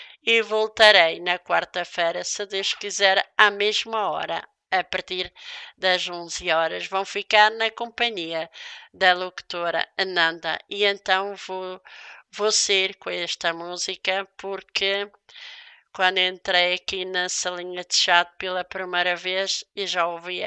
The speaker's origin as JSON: {"language": "Portuguese", "region": "Madeira", "country": "Portugal", "tie": "born or raised there", "said": "Também quero mandar um grande beijinho para a minha terra natal, para a Ilha da Madeira, um grande abraço, um beijinho"}